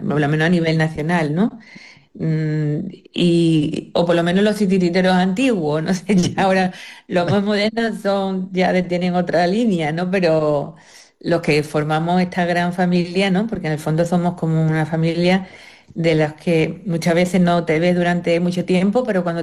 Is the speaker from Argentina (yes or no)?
no; Jerez de la Frontera, Andalusia, Spain; somos de Jerez